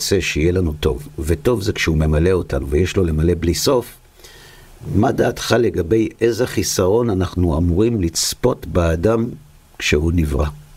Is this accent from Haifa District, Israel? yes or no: no; Bnei Brak, Tel Aviv District, Israel; אני מבני ברק.